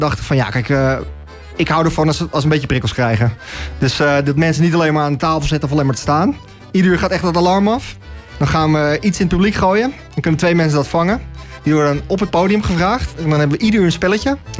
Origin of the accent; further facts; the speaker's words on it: Haarlem, North Holland, Netherlands; Ik kom zelf uit Haarlem, geboren en getogen.